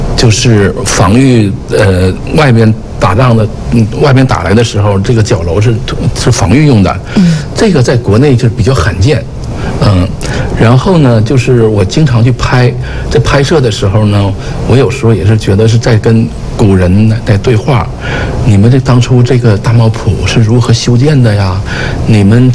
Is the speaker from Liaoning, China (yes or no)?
yes; Jinzhou, Liaoning, China; 就是我出生在锦州嘛，对锦州就有很深厚的感情，所以呢我很喜欢拍摄锦州的风貌。我觉得作为一个锦州人要把自己的家乡拍好